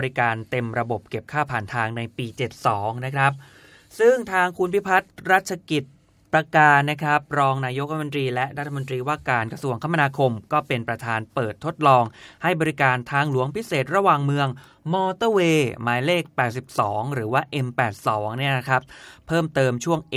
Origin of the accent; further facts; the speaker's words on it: Surat Thani, Thailand; ยังไม่ได้ไปถึงขั้นหาดใหญ่นะครับ อยู่แบบใต้ตอนต้นนะสุราษฎร์นะครับ